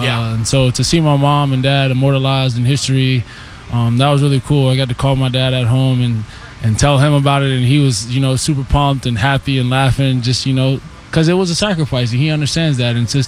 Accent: Florida, United States; I mean, I'm from Florida, so this is what it's like at 6 a.m.

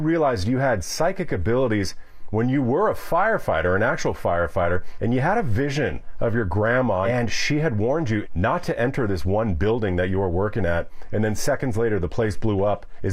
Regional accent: Queens, New York, United States; born there; Well, I was born in Jamaica, Queens.

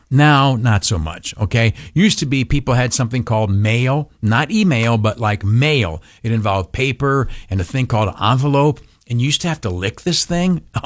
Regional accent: New York, United States; Sorry, I'm a New Yorker, I'm a homer.

